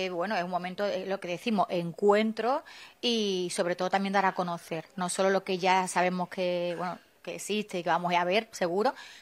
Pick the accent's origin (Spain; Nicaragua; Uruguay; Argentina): Spain; Málaga, Andalusia; Yo soy malagueña, ¡hombre!, malaguista, me va a dar tiempo a todo.